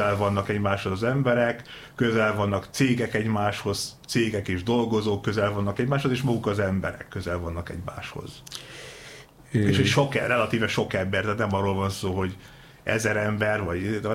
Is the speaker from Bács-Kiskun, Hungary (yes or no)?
no; Békés, Hungary; now in Budapest, Hungary; én ilyen 5000 fős településen nőttem fel Békés megyében, és ez nem volt városias, hát ma már kicsit ilyen elővárosias jellege van, nem annyira ilyen klasszikus falu